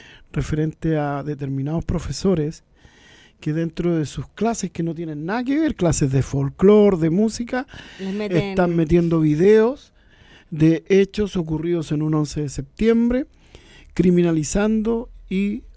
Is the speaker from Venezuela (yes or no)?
no; Chile; aunarnos alguna vez como chilenos